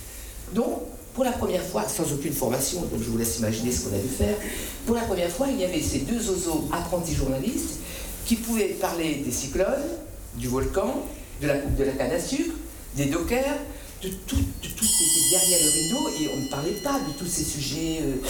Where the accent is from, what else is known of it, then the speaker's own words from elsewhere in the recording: Réunion; Alors chez nous, à La Réunion, c'était la télé de l'État, et l'État c'est le préfet